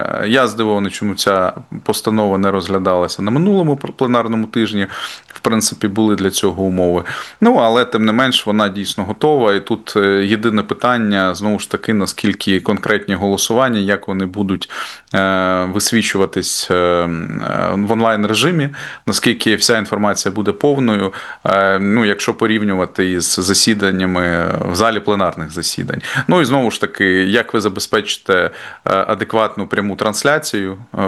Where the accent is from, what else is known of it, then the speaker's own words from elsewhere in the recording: Kyiv, Ukraine; хоча я киянин, звичайно, воно в мене під носом столиця